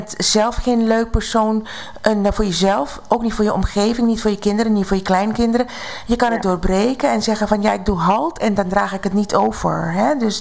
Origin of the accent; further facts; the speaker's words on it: Suriname; ik ben in Suriname opgegroeid. Tussen alle bevolkingsgroepen.